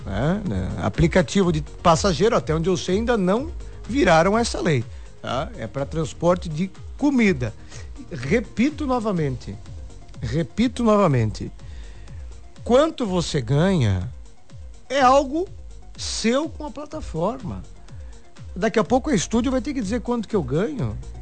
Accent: Brazil; nós somos brasileiros.

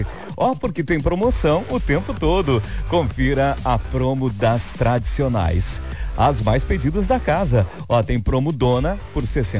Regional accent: Rio Negro, Paraná, Brazil; now in Jaraguá do Sul, Brazil; lá na minha terrinha natal, Rio Mafra, não é? Tá em Rio Negro, mais precisamente, no Paraná

